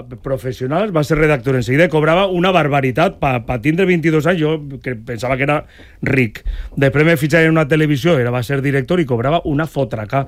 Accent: Valencian Community, Spain; com a valencià

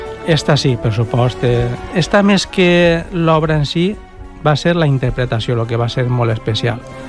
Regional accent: Sagunto, Valencian Community, Spain; la meva ciutat natal, que és Sagunt

